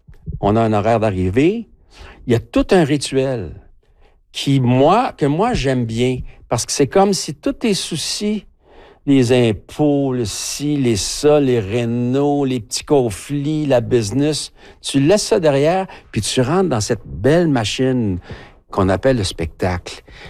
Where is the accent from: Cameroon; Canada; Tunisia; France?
Canada; Quebec; on est assez friand de ça au Québec